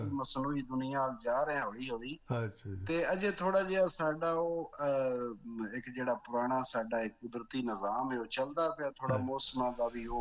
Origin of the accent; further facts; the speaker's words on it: Jassowal, Punjab, Pakistan; ਉਹਦੇ ਵਿੱਚ ਮੇਰਾ ਪਿੰਡ ਹੈ ਜੱਸੋਵਾਲ।